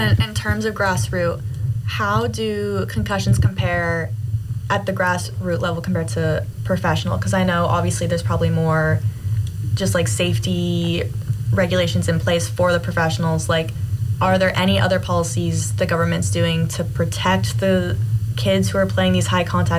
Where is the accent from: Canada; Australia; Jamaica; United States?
Canada; moved away; All right, so I'm from Canada.